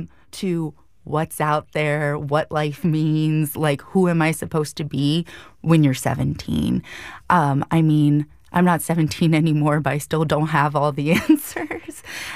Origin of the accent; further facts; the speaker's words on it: Hawaii, United States; this is something that I very much so have dealt with my whole life as a fair-skinned Kanaka Maoli.